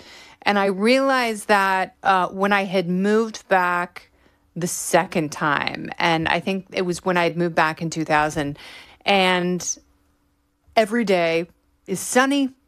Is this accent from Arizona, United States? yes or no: no; Oregon, United States; now in New York, United States; especially not like we have in New York here or growing up in Oregon.